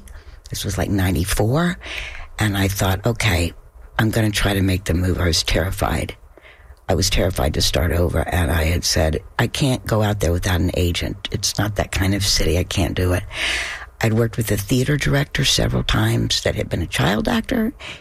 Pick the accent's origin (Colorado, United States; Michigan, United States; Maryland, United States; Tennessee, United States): Tennessee, United States; Knoxville; born or raised there